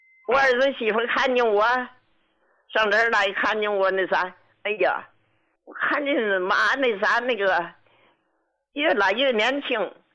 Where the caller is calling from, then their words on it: Qinhuangdao, Hebei, China; 我是秦皇岛的